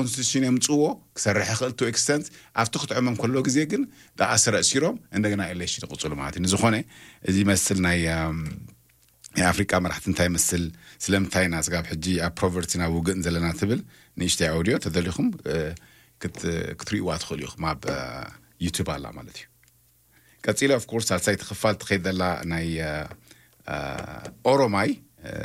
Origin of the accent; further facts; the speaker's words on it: South Africa; I'm from South Africa. I'm from Africa. I'm from South Africa.